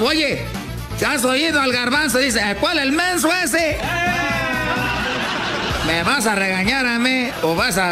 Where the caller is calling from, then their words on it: United States; Pero yo estoy aquí en este programa, Tu Chocolata. Vengo desde Estados Unidos.